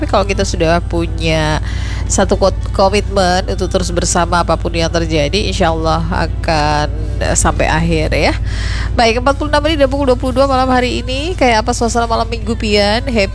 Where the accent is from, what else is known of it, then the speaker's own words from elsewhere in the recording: Banjar, South Kalimantan, Indonesia; daerah kita Banjar.